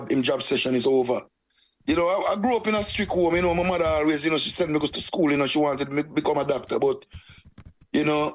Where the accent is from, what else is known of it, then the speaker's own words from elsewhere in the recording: Portmore, Saint Catherine, Jamaica; also born or lived in Kingston, Jamaica; I was born in Kingston, grew up most of my life in a Portmore city, in a Waterford, a little community called Waterford, as a youth growing up.